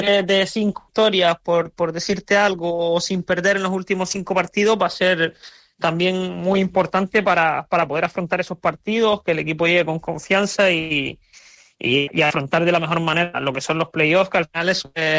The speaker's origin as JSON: {"language": "Spanish", "region": "Canary Islands", "country": "Spain", "moved": "as an adult", "lives_now": "Indonesia"}